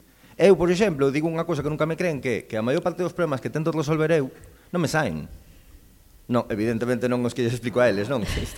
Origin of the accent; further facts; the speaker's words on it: Canido, Galicia, Spain; Eu, por dicir así, son de Canido toda a vida. Para quen saiba como era Canido antes, son de onde era o Bar Galiano.